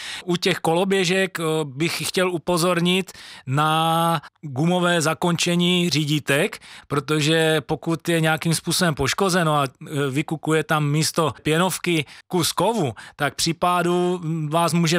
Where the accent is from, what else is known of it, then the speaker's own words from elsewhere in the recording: Zlín, Zlín Region, Czechia; já jsem tady rodilý Zlíňák, Moravák